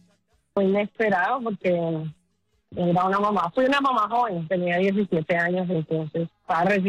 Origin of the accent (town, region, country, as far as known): Bogotá, Colombia